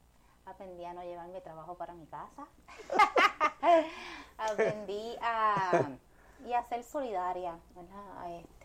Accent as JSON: {"language": "Spanish", "town": "Aibonito", "country": "Puerto Rico", "tie": "born or raised there", "moved": "yes", "lives_now": "San Juan metropolitan area, Puerto Rico", "said": "aquí pues hay bonito, este era el hospital nuestro, nosotros veníamos aquí a cada rato, jugábamos aquí en la parte de atrás de sala de emergencia, cuando eso todavía eran casas residenciales. Así que, pues, estaba encantada porque dije, voy a regresar a mi pueblo."}